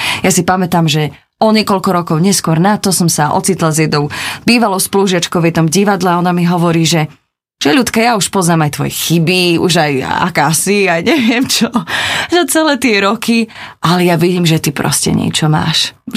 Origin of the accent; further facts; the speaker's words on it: eastern Slovakia, Slovakia; Prebač, mimo. Ja som tiež z východu.